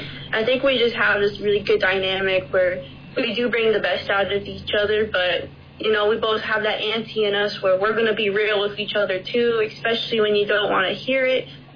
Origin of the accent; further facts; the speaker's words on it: Chandler, Arizona, United States; even my hometown in Chandler